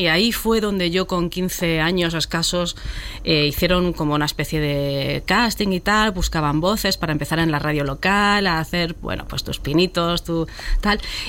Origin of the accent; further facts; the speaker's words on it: Albox, Andalusia, Spain; Yo considero que me he formado como persona, mi adolescencia todo en Albox. Adoro Andalucía, me considero andaluza.